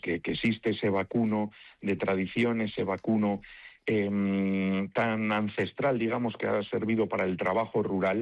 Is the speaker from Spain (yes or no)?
yes; Vitoria-Gasteiz, Basque Country, Spain; Pese a ser de Vitoria